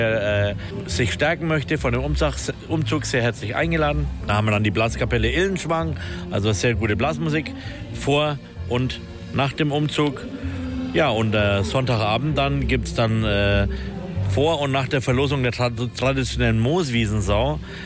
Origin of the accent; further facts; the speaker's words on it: Feuchtwangen, Bavaria, Germany; born there; Das ist dann immer ein Highlight für uns, in meiner Geburtsstadt Feuchtwangen dann aktiv sein zu dürfen.